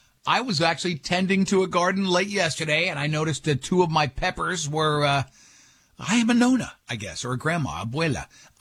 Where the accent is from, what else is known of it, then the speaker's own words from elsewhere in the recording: New York, United States; now in Florida, United States; I'm from New York. It's way better here.